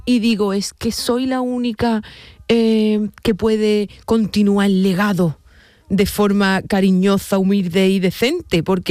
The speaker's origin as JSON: {"language": "Spanish", "region": "Andalusia", "country": "Spain", "tie": "born or raised there", "accent": "like the people of Chipiona", "said": "hablo como la gente de Chipiona, porque mi pueblo está al lado"}